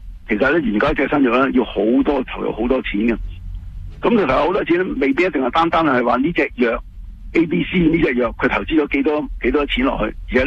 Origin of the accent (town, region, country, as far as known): Canada